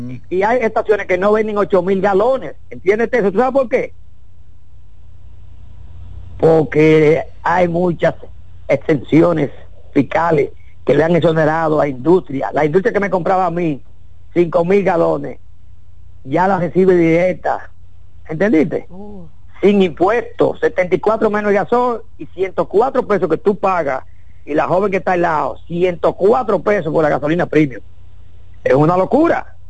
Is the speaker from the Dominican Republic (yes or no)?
yes; Santiago de los Caballeros, Santiago, Dominican Republic; de Santiago, de mi pueblo, de la ciudad corazón, que yo soy